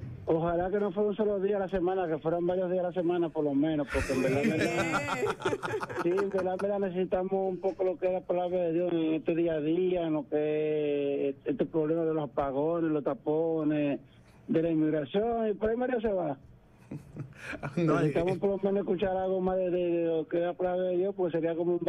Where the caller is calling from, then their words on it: Bávaro, La Altagracia, Dominican Republic; aquí desde Bávaro, de la playa de Ibijagua, llamando